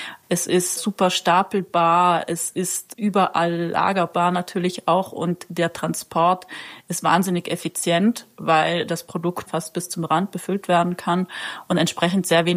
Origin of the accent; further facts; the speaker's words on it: Trentino-Alto Adige, Italy; Ja, ich komme nämlich aus Südtirol und hier gibt es ein Milchunternehmen, das Miller heißt.